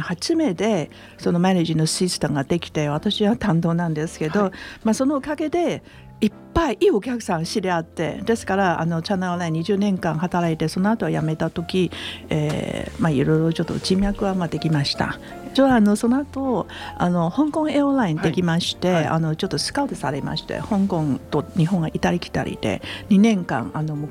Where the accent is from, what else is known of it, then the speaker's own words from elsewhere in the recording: Taiwan; moved away as an adult; now in Japan; 台湾の出身なんですけど、大学卒業したら日本に参りました。もう早いんですね。47年も日本にいました。